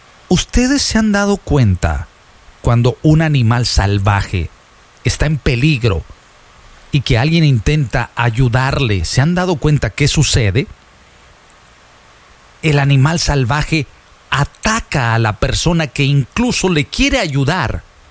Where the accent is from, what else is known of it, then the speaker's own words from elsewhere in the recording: Tehuitzingo, Puebla, Mexico; Pico, esas personas de Puebla son mis vecinos. Yo soy de Tehuitzingo, brother.